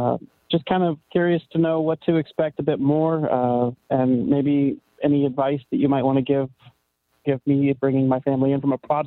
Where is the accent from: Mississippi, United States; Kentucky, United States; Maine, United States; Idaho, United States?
Maine, United States; No, I don't have any family on the West Coast. I'm from New England, okay. Maine specifically.